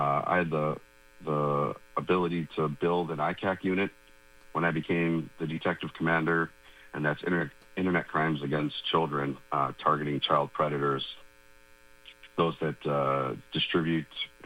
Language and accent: English; Paddock Lake, Wisconsin, United States; I was born and raised in Paddock Lake. I grew up in western Kenosha County, went to local schools.